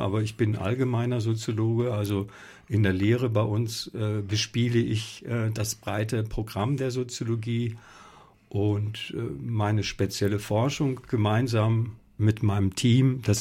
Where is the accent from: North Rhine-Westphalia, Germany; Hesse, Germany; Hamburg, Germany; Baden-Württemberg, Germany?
North Rhine-Westphalia, Germany; Iserlohn; born there; Ja, Iserlohn. Iserlohn, das ist in Südwestfalen, 100.000 Einwohner.